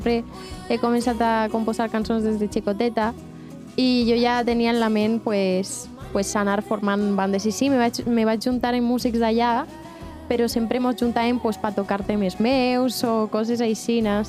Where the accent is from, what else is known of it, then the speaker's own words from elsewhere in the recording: Vila-real, Valencian Community, Spain; born there; La meva llengua paterna, que és el valencià, i bueno, és un conjunto de todo, no?